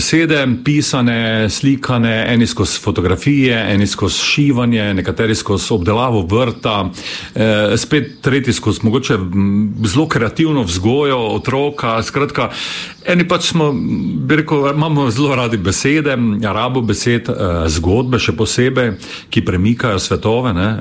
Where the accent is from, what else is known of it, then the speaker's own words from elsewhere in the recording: Styria, Slovenia; to našo štajarsko, bi rekel, pripadnost